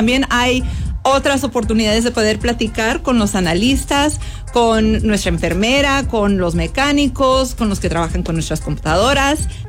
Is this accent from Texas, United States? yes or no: yes; El Paso, Texas, United States; Soy de aquí del Paso, crecí de aquí